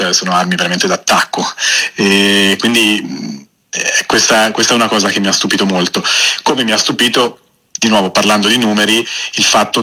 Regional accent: Castiglion Fiorentino, Tuscany, Italy; Castiglion Fiorentino, che è il paesello dove sono nato e cresciuto in Toscana

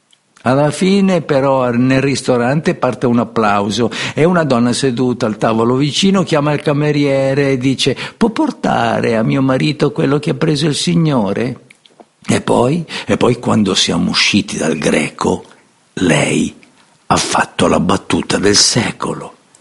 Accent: Sicily, Italy; nonostante sono siciliano con metà sangue greco da parte di padre e normanno da parte di madre

